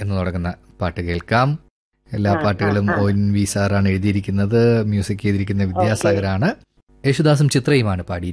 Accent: Thiruvananthapuram, Kerala, India; ഞാൻ തിരുവനന്തപുരത്തു നിന്നാ.

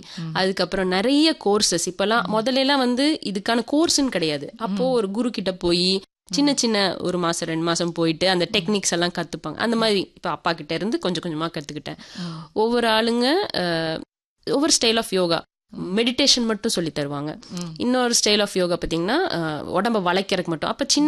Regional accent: Coimbatore, Tamil Nadu, India; ஆமாம், அங்கே வந்து என்னோட ஸ்கூலிங்ஸ் ஃபுல்லாமே அங்கே தான் முடித்தேங்க.

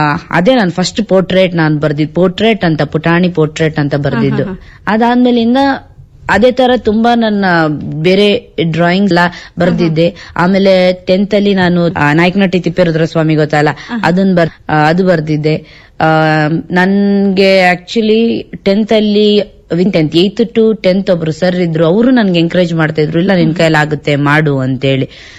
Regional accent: Hiriyur, Karnataka, India; now in Bengaluru, India; ನಾನು ಹಿರಿಯೂರವಳು, ಹಿರಿಯೂರು ತಾಲೂಕು, ಚಿತ್ರದುರ್ಗ ಡಿಸ್ಟಿಕ್.

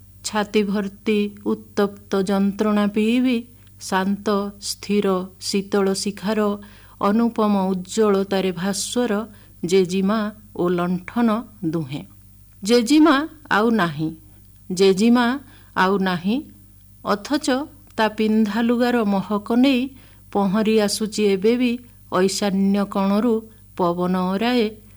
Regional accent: Odisha, India; born or raised there

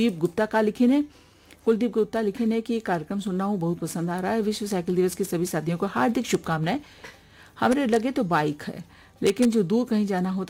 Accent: Katra, Uttar Pradesh, India; कटरा बारामंकी का रहने वाला हूँ

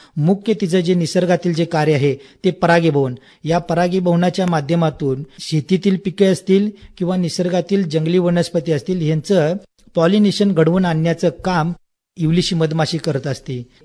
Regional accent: Kaneri, Maharashtra, India; तर मी या कणेरी गावचा आहे.

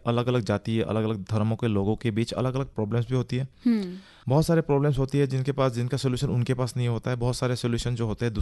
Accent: Umrangso, Assam, India; मैं तो उमरांगसू से हूँ, डिमासा का एक बहुत इंडस्ट्रियल टाउन कहा जाता है, टूरिज्म हब कहा जाता है। मेरा जन्म वहाँ पे हुआ उमरांगसू में ही

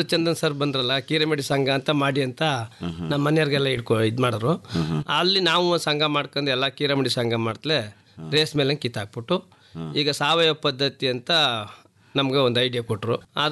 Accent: Karnataka, India; ನಾವು ಹುಟ್ಟೂರು ಕಾಗೇಳ ದೊಡ್ಡಿ. ಕಾಗೇಳ ದೊಡ್ಡಿ ಅಂದ್ರೆ ನಮ್ಮ ತಾಯಿ ಊರು ದೂರನೇ, ಆದ್ರೆ ನಾವು ಹುಟ್ಟೂರು ಚಿಕ್ಕವರಿಂದ ಕಂಡಿರೋದು ಕಾಗೇಳ ದೊಡ್ಡಿ.

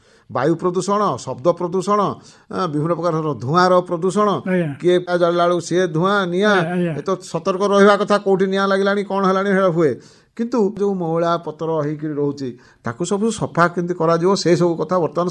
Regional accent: Odisha, India; ତେଣୁ ବାର ମାସରେ ତେର ପର୍ବ ଲାଗିକି ରହିଛି ଆମ ରାଜ୍ୟରେ, ତା ଭିତରେ ଆମେ ରାଜ୍ୟର ଗର୍ବର ସହିତ କହୁଛୁ ଆମେ ଓଡ଼ିଆ

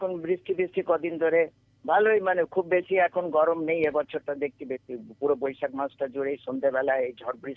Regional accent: Dhanbad, Jharkhand, India; born there; প্রবাসী বাঙালি মানে 100 বছরের উপরে এখানে আছি।

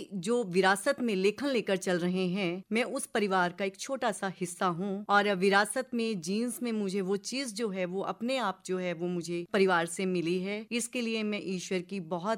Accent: Guler, Himachal Pradesh, India; now in Dharamshala, India; हमारा गाँव गुलेर था और पिताजी यहाँ पर राजकीय महाविद्यालय धर्मशाला में नौकरी करते थे। तो फिर हम सब गुलेर से यहाँ पर शिफ्ट हो गए, लेकिन गांव हमसे कभी छूटा नहीं। गांव में आज भी हमारी रूह बसती है।

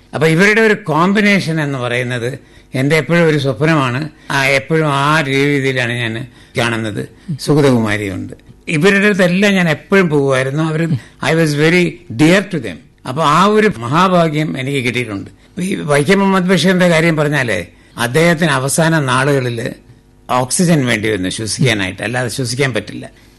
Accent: Kerala, India; ഒരു തമിഴ് കുടുംബത്തിൽ ജനിച്ച് ഞാൻ മലയാളിയായി വളർന്നതും.

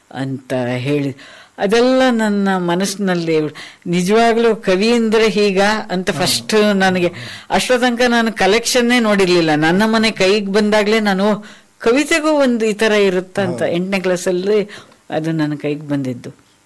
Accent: Karnataka, India; ನನ್ನ ಊರಿನ ತುಂಗಾ ನದಿ ಕಾಡು ಬೆಟ್ಟ ಗುಡ್ಡ ಎಲ್ಲ ನೆನಪು ಬರ್ತಿತ್ತು.

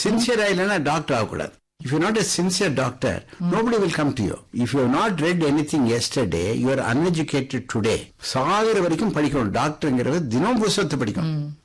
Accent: Tamil Nadu, India; born or raised there

